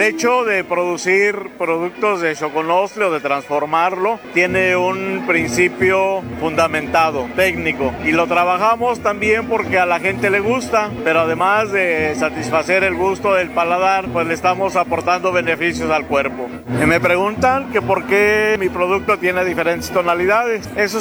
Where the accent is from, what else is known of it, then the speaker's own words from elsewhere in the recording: Mixquiahuala, Hidalgo, Mexico; Venimos del municipio de Mixquiahuala, Hidalgo.